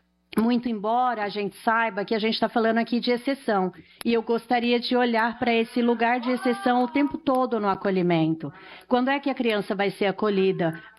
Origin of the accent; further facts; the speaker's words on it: São Paulo, Brazil; Eu sou da região de Emboimirim